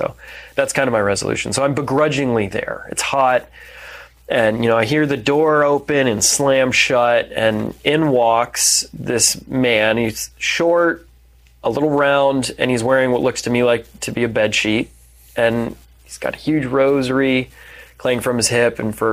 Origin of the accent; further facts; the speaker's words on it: United States; I just didn't like I was so I'm such an American.